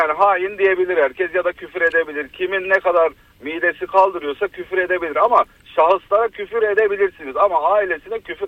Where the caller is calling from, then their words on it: Antalya, Turkey; İyi günler Eren, ben Antalya'dan.